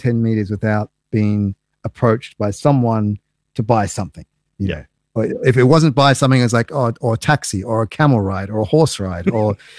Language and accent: English; Australia; I'm from Australia